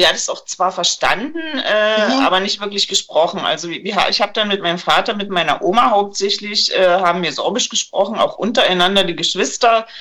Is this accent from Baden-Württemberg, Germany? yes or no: no; Schönau, Saxony, Germany; moved away as an adult; ich komme aus einem kleinen sorbischen Dorf, also aus Schönau, mitten in der sorbisch-katholischen Lausitz.